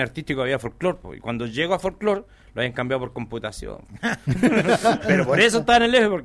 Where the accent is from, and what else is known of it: Los Andes, Valparaíso, Chile; born or raised there; also born or lived in Concepción; now in Calle Larga, Chile